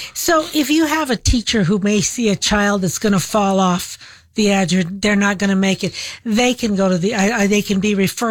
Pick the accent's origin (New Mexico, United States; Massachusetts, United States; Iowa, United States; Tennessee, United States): New Mexico, United States; Well, like we say in Northern New Mexico, we were born here all our lives. Born here all our lives. So some of us, we love our state.